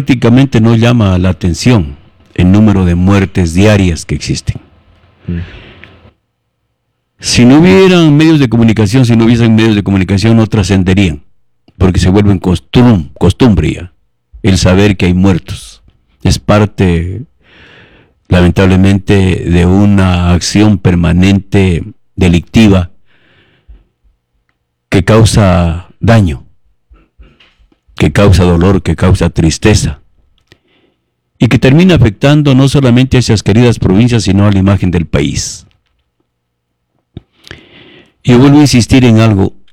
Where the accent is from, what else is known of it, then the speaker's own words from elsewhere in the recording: Ecuador; a mí sí me interesa como ecuatoriano